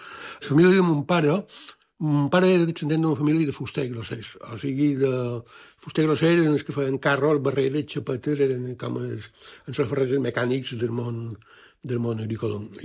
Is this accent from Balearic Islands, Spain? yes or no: yes; Llucmajor, Balearic Islands, Spain; born there; vaig néixer a Llucmajor, a la casa de la seva mare, el 5 de maig del 58, 1958.